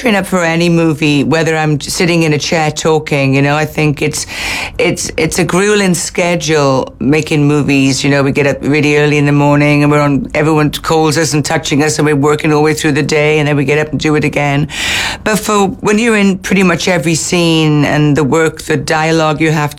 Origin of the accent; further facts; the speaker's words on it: Wales, United Kingdom; moved away; I come from Wales, so I do windy roads.